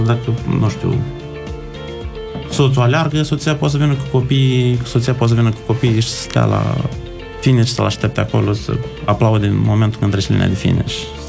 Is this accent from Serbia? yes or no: no; Moldova; now in Bucharest, Romania; Suntem din Republica Moldova, suntem moldoveni, ne-am întâlnit toți la București.